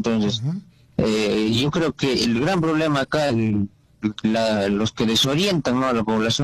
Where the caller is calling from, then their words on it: Tacna, Peru; desde Tacna.